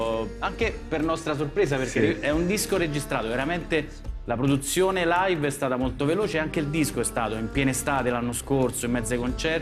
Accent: Coreno Ausonio, Lazio, Italy; Non sono napoletano, ma sono limitrofo, vengo da un paesino, Corenausonio, del bassissimo Lazio, che però ha una tradizione campana, anche se ci troviamo da quell'altra parte.

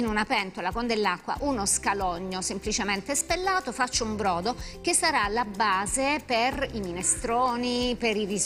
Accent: Apulia, Italy; io sono salentina.

